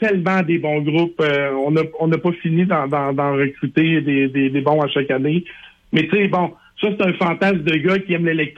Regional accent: Quebec City, Quebec, Canada; chez nous à Québec

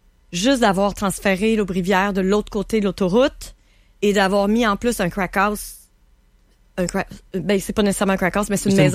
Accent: Quebec City, Quebec, Canada; Moi, j'ai toujours aimé le Vieux-Québec. J'ai toujours aimé Saint-Roch parce que, bon, j'ai été élevée dans Saint-Roch et dans les Saules.

